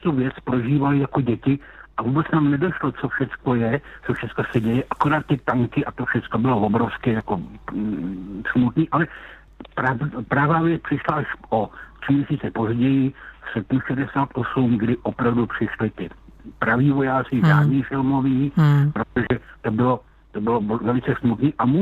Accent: Lysá nad Labem, Central Bohemian Region, Czechia; Já jsem z Lise nad Labem. A kdo ví, tak kousek od Lise nad Labem je s tou Milovice.

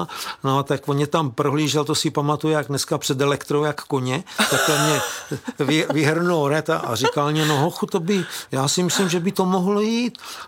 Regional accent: Hořice, Hradec Králové Region, Czechia; No a v Hořicích pod Krkonoší, odkud pocházím, byl nějaký pan kapelník

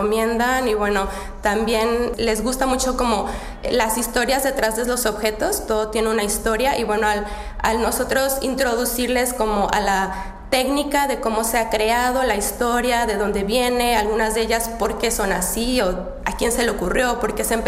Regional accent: Mexico; que soy mexicana

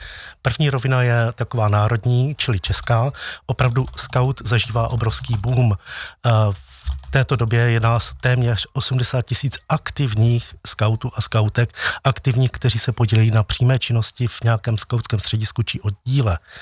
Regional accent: Zlín, Zlín Region, Czechia; A já jsem zažil něco podobného u nás ve Zlínské farnosti, kdy se nám věnovali naši kněží, sice trochu tajně, neboť se o skautu nesmělo hovořit

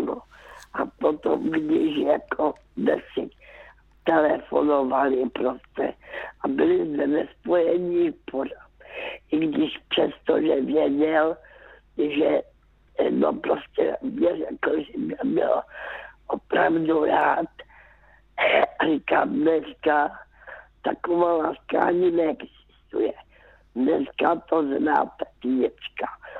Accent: Karolinka, Zlín Region, Czechia; born there; já už jsem byla vdaná a jezdívala jsem zpátky do Karolinky, zpátky do mého rodiště.

